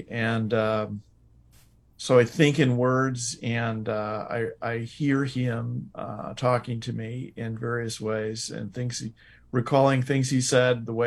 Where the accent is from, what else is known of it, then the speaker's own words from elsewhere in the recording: Moline, Illinois, United States; moved away; I actually grew up in the heartland in Moline, Illinois, on the Mississippi River, western edge of Chicago. You could see Iowa from my house.